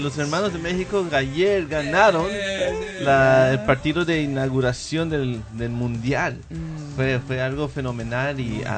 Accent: Venezuela; now in Tennessee, United States; aún personas que no son de México, en mi caso yo soy de Venezuela

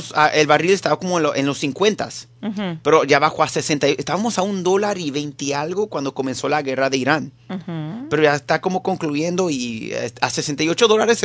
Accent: Venezuela; now in United States; yo soy venezolano, pero amo los Estados Unidos

